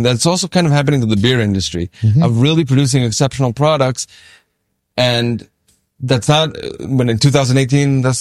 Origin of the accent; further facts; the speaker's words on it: Israel; also born or lived in San Jose, California, United States; I was born there, but I made Aliyah when I was very young and I grew up in Israel. But I'm always back and forth because most of my family's in the U.S.